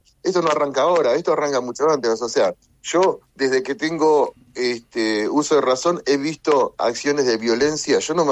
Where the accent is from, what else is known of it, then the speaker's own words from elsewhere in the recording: Argentina; un tema tan importante que debería unirnos como argentinos